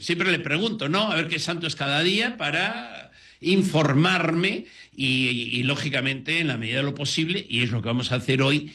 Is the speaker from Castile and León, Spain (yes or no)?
yes; San Román de los Caballeros, Castile and León, Spain; now in Lima, Peru; Como yo soy de León, y al lado de mi pueblo hay una montaña, no muy alta, y hay un pueblo que se llama Villaviciosa de la Ribera.